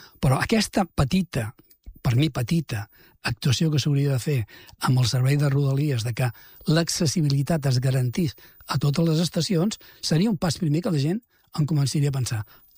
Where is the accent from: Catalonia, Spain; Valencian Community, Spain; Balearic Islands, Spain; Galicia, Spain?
Catalonia, Spain; Vilassar de Mar; jo sóc de Vilassar de Mar